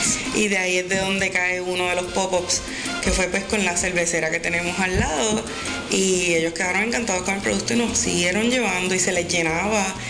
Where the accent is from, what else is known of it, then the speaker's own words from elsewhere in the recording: Sabana Grande, Puerto Rico; yo soy de Sabana Grande, yo trabajaba en Ponce